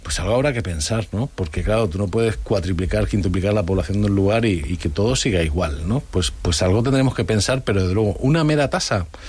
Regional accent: Region of Murcia, Spain; Yo soy originario de Murcia y me gusta el tenis

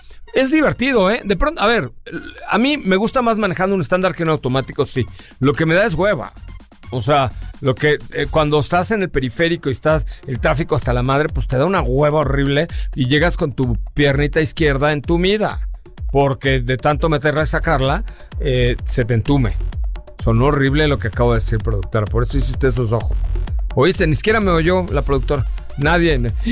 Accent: Mexico City, Mexico; born there; Y yo que soy de allá, imagínese usted, me veía yo, pero perfecto. Sí, de allá soy, nací en la colonia Roma.

